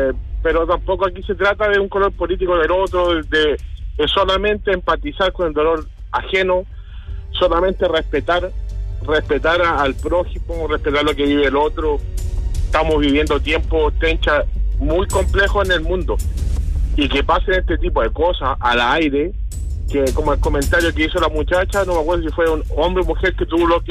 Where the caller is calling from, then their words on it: Chile; Yo soy chileno. Casado con mujeres venezolanas, llevamos 10 años juntos.